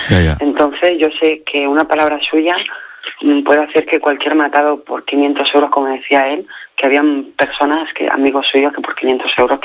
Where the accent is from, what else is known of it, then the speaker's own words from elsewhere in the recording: Valencian Community, Spain; Nosotros somos valencianos.